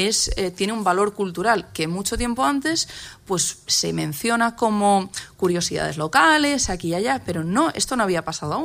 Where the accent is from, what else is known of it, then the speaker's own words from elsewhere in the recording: Valencia, Valencian Community, Spain; born there; also born or lived in Burgos; pero yo nací en Valencia y mi pueblo está en el norte de Burgos.